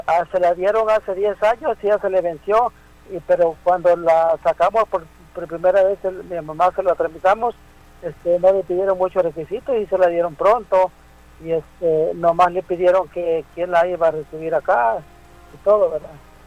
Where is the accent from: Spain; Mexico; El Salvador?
El Salvador; Mi pregunta es que yo soy salvadoreño y mi mamá es salvadoreña también